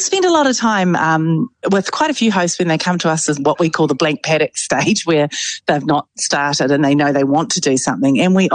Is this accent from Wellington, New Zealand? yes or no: no; Tauranga, Bay of Plenty, New Zealand; We both grew up on a Kiwi Fruit Orchard. I was in Tauranga and she was in Whakatane.